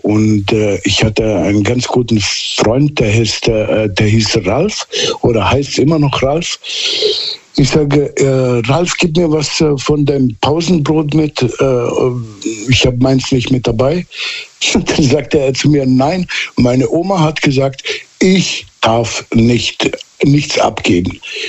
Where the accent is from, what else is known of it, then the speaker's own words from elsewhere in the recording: Southern Germany, Germany; also ich bin quasi auf dem Dorf aufgewachsen in Süddeutschland. Da war die Welt ein bisschen anders und komischerweise heute ist das immer noch so.